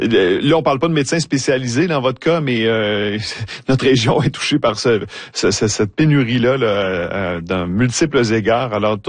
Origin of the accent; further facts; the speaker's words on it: Quebec, Canada; chez nous en Abitibi-Témiscamingue.